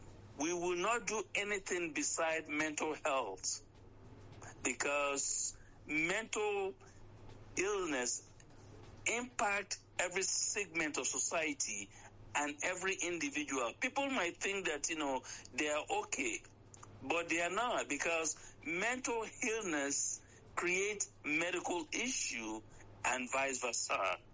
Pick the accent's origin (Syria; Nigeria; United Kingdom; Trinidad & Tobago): Nigeria; now in United States; I am also a Nigerian, but I am here in the U.S.